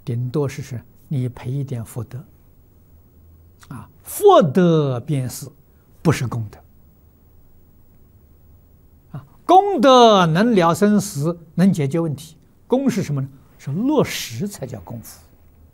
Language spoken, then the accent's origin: Chinese; China